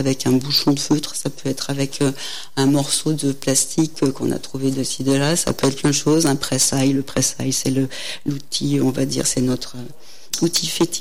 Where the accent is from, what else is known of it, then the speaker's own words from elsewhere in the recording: Grenoble, Auvergne-Rhône-Alpes, France; now in Mens, France; Je suis née à Grenoble. Et en fait, j'ai attaqué à l'âge de 7 ans dans un atelier poterie d'une maison de l'enfance, à Prémol, au village olympique à Grenoble.